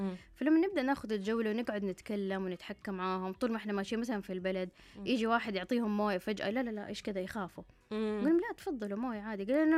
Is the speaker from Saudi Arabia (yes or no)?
yes; Saudi Arabia; لكن اللي تشوفيه عندنا في السعودية ما تشوفيه في أي مكان تاني.